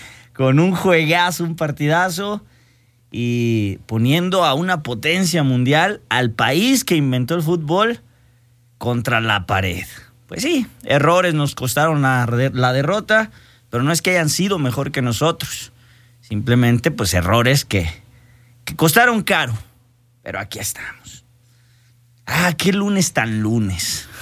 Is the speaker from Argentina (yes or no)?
no; Mexico; como buen mexicano también, pues uno se cae, se levanta, se espanta el polvo y a seguirle, porque así somos los mexicanos.